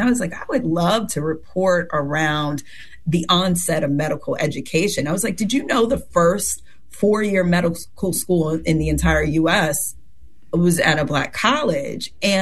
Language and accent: English; Fayetteville, North Carolina, United States; I mean, so I'm from North Carolina. I'm really glad to be with you all. I'm a military brat, Army brat from Fayetteville